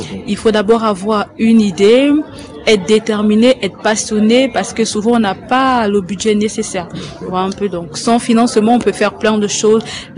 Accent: Gabon; moved away; moi, je viens de l'Afrique subsaharienne, du Gabon.

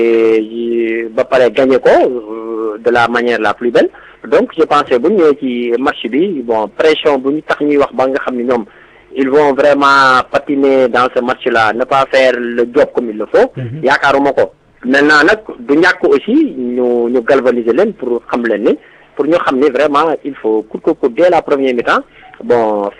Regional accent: Senegal; je suis un Sénégalais

